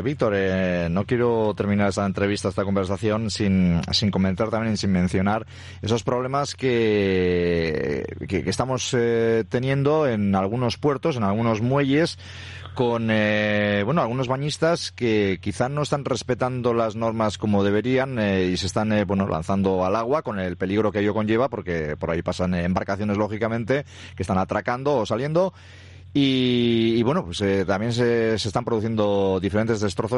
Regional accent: Bermeo, Basque Country, Spain; Yo te hablo desde el conocimiento que tengo en mi pueblo, por ejemplo, en Bermeo.

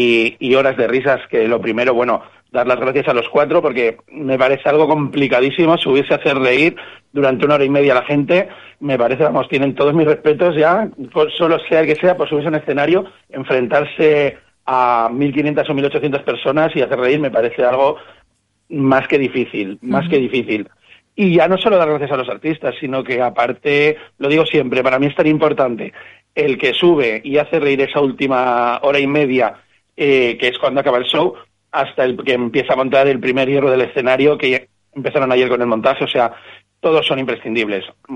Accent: Castro Urdiales, Cantabria, Spain; born there

